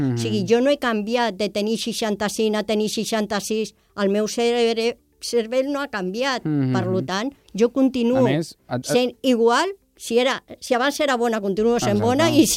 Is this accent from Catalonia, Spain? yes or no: yes; Sant Feliu de Llobregat, Catalonia, Spain; jo, com que vinc de Sant Feliu